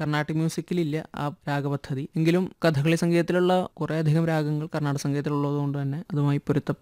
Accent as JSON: {"language": "Malayalam", "town": "Ongallur", "region": "Kerala", "country": "India", "tie": "born or raised there", "said": "പട്ടാമ്പിക്കടുത്ത് ഓങ്ങല്ലൂർ എന്ന ഗ്രാമത്തിലാണ്."}